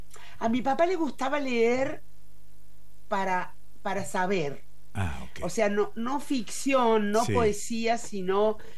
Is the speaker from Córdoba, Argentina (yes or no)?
yes; Oliva, Córdoba, Argentina; also born or lived in Arroyo Cabral; Yo nací ahí, estoy anotada ahí, pero enseguida mis padres se fueron a vivir a Oliva.